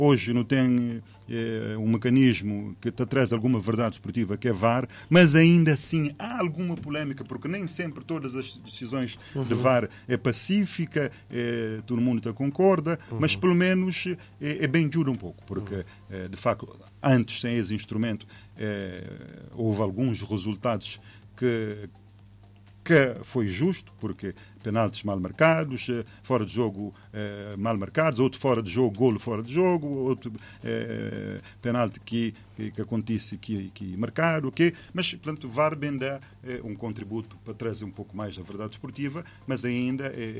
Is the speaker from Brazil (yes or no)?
no; Cape Verde; nós tudo como cabo-verdiano